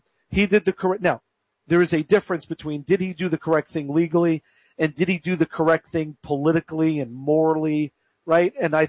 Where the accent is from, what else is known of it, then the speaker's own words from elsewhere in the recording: United States; I'm an American.